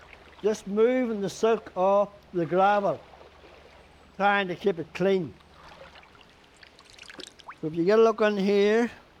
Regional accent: Northern Ireland, United Kingdom; I was born and reared on the Ballanderry River.

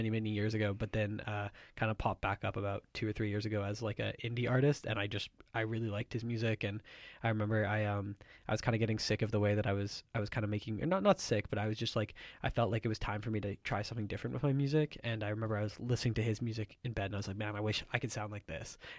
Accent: Winnipeg, Manitoba, Canada; As Cooper said, I'm also from Treaty One Territory, born and raised in Winnipeg. I'm an Anishinaabe artist

